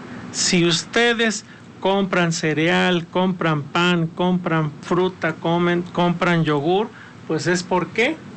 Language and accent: Spanish; Mexico; hablando de esa realidad de nosotros como mexicanos